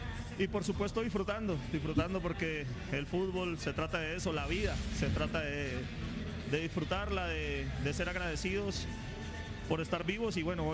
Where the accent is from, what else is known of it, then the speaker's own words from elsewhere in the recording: Colombia; soy un colombiano más que aspira a estar ahí